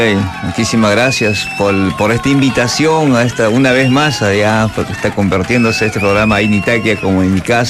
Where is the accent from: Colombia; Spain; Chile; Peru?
Peru; Vinchos, Ayacucho; yo soy de Vinchos, de Ayacucho